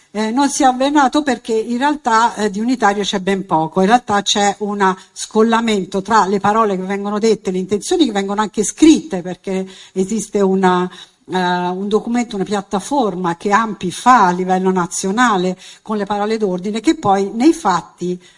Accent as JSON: {"language": "Italian", "town": "Rome", "region": "Lazio", "country": "Italy", "moved": "yes", "lives_now": "Milan, Italy", "said": "Io sono romana di origine"}